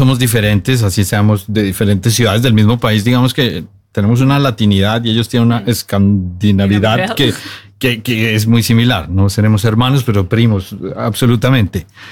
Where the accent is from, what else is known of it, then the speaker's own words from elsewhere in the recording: Bogotá, Colombia; moved away as an adult; also born or lived in Australia; now in Norway; yo soy colombiano, soy de Bogotá.